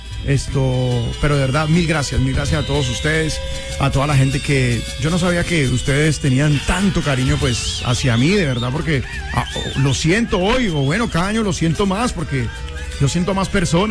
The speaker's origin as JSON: {"language": "Spanish", "town": "La Dorada", "region": "Caldas", "country": "Colombia", "tie": "born there", "said": "Soy nacido en La Dorada, el Magdalena"}